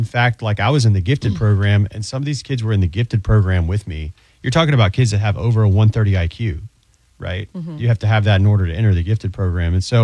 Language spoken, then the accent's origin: English; St. Johns County, Florida, United States; where I grew up in St. Johns County, Florida.